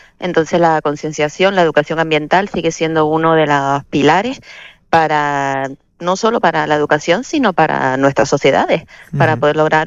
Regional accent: Canary Islands, Spain; siendo nosotros canarios, ¿verdad?, y viviendo en la costa, en la playita

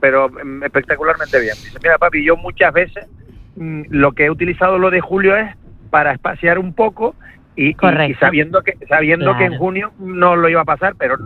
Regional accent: Spain; nosotros somos españoles

